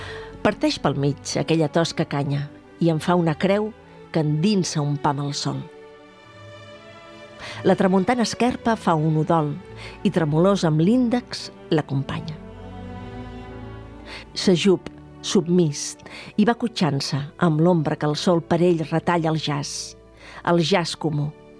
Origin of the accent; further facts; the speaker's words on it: Catalonia, Spain; la mitificació literària de la seva comarca, de la meva comarca, tot prenent l'Empordà